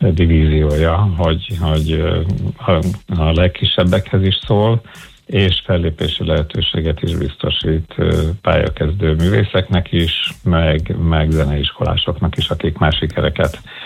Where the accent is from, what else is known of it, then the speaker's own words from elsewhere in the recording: Veszprém, Veszprém County, Hungary; a veszprémi székhelyű, én magam is itt születtem, egyébként innen indultam az utamra, és aztán jöttem vissza, miután végeztem a tanulmányaimmal, és megalapítottuk a zenekart.